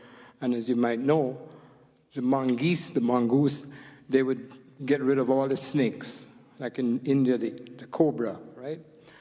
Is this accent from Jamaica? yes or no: yes; Jamaica; I remember growing up in Jamaica